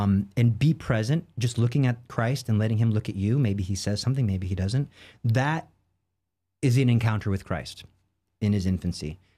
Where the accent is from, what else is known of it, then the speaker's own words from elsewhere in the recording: Texas, United States; I am from Texas. Even though I don't shoot guns, I open carry my weapon, my spiritual weapon.